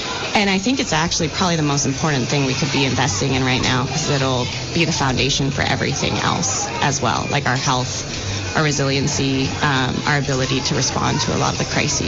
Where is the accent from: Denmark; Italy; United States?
United States; Vermont; growing up in Vermont